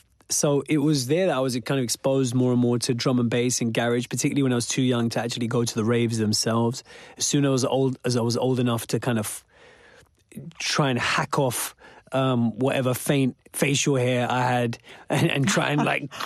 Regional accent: Wembley, London, United Kingdom; I grew up in the mid-90s in the UK. I grew up in Wembley.

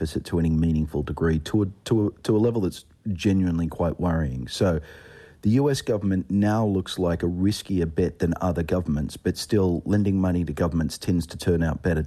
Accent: Australia; more functional democracy like my home country of Australia

